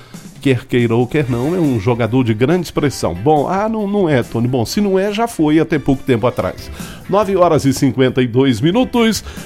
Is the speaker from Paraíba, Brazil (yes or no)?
no; Minas Gerais, Brazil; moved away; perto lá da minha cidade, chama Tombos.